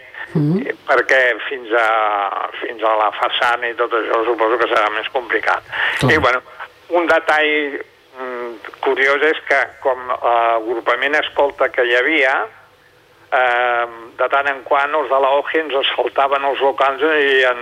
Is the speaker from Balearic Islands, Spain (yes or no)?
no; Barcelona, Catalonia, Spain; Jo he viscut 30 anys al barri de la Sagrada Família i vaig créixer